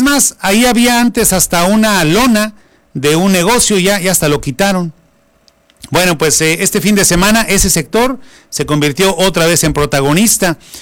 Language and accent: Spanish; Mexico